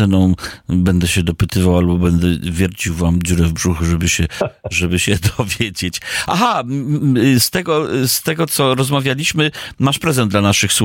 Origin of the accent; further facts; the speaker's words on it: Żory, Silesian Voivodeship, Poland; also born or lived in Rybnik; ja jestem z Żor, a z Rybnikiem mam bardzo miłe wspomnienia, bo chodziłem tam do szkoły muzycznej.